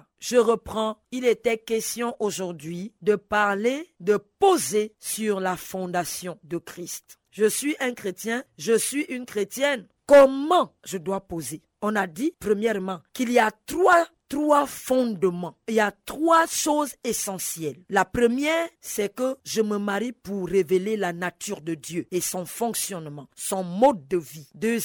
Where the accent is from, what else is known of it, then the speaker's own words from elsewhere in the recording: Gabon; pourquoi le problème est récurrent au Gabon chez moi?